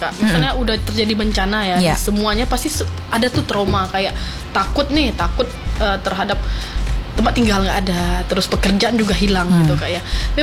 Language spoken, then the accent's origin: Indonesian; Padang, West Sumatra, Indonesia; sebagai orang Padang